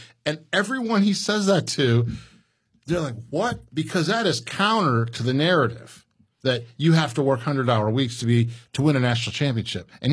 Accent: Chicago, Illinois, United States; I went to Indiana University undergraduate. I'm from the Chicago area.

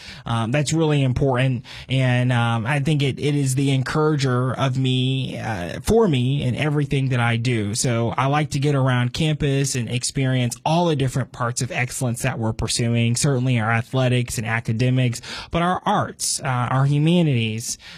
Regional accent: Cincinnati, Ohio, United States; now in Fort Mill, United States; From Cincinnati, Ohio, but now live on the border of Charlotte in Fort Mill, South Carolina, studying public policy and public relations.

